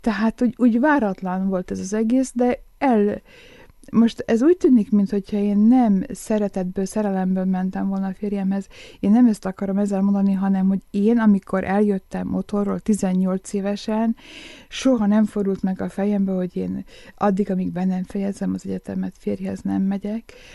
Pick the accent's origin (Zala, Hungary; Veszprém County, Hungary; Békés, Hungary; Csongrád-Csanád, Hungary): Békés, Hungary; a férjem ezt meghozta, ezt az áldozatot, hogy ő visszajött velem az én szülővárosomba.